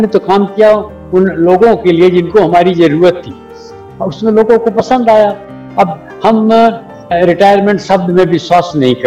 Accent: Gorakhpur, Uttar Pradesh, India; सब परिवार हमेशा भारत में रहा, गोरखपुर जो हमारा होम टाउन है यहीं पर था।

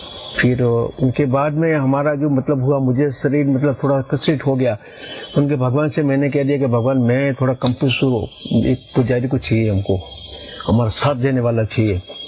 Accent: Dhavli, Rajasthan, India; हमारा गांव धवली है।

